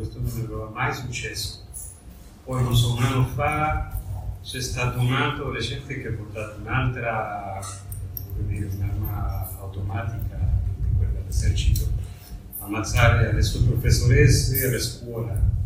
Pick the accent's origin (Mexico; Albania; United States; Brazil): Mexico; Io vengo dal Messico